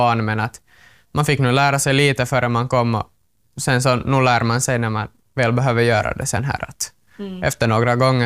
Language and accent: Swedish; Åland, Finland; Jag håller på med skidåkning och går på andra år här i gymnasiet och jag kommer från Åland.